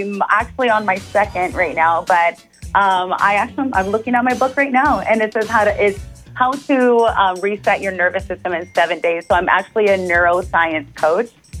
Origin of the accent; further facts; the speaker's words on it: Central Valley, California, United States; now in Los Angeles area, United States; Again, I'm from the Central Valley. So over here, out of like Fresno, Visalia, Tulare, this is my stomping grounds. And I'm also now like in LA area, Orange County, Anaheim.